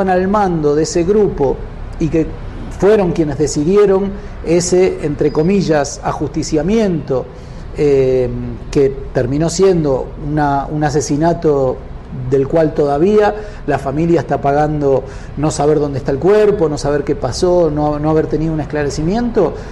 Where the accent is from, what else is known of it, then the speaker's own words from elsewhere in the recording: Argentina; Soy argentino, escritor, investigador, estoy aquí en Guatemala